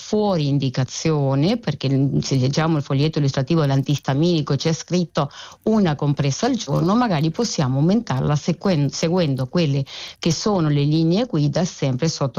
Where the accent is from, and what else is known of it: Argentina; born or raised there